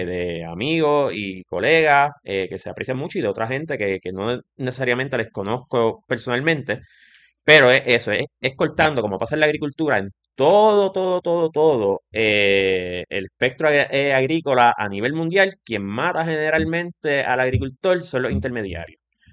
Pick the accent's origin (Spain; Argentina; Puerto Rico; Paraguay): Puerto Rico; Castañer; moved away; Yo soy orgullosamente, no nacido, pero criado en Castañer. Mi familia, de la generación ya de mis abuelos por ambas partes, nacieron y crecieron allí.